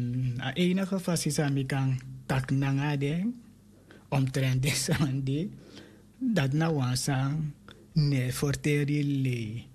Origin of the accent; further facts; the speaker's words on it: Suriname; Want we komen uit Suriname, dus voor ons, we zijn een Surinamer.